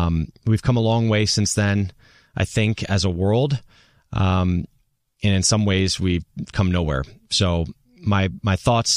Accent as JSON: {"language": "English", "region": "New Jersey", "country": "United States", "tie": "born or raised there", "said": "I could see them from my street where I grew up in New Jersey"}